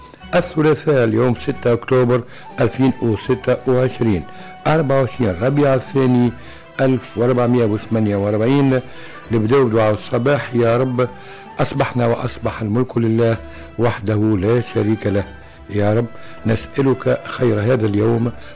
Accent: Tunisia; بلادنا تونس الخضراء

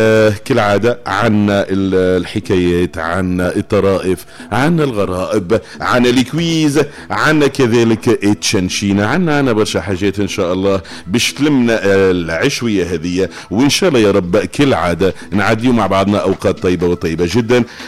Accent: Tunisia; بلادنا تونس

